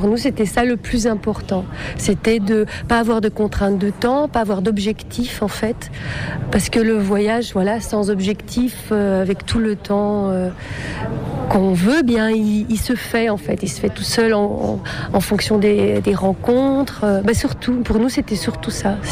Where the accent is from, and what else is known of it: Belgium